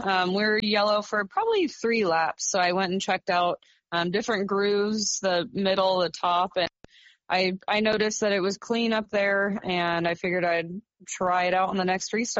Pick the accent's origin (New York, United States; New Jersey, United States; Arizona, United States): Arizona, United States; I grew up in Arizona, lived there my whole life, and my dad got my brother and I started in asphalt go-karts.